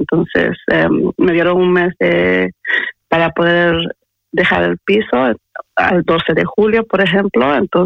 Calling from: Valencia, Valencian Community, Spain; Soy desde Valencia.

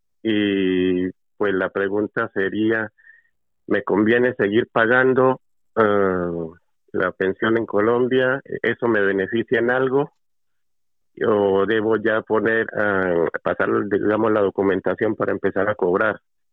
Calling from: Fuenlabrada, Community of Madrid, Spain; de Fuenlabrada.

